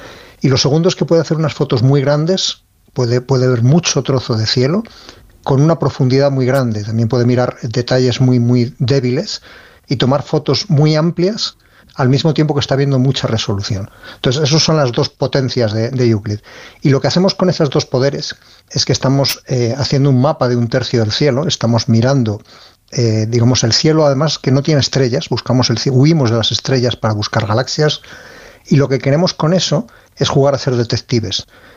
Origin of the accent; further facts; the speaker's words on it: Ávila, Castile and León, Spain; Sí, yo soy de Ávila y en Ávila tenemos unos cielos envidiables, de hecho tenemos reservas Starlight y sí, en la zona norte de Ávila de niño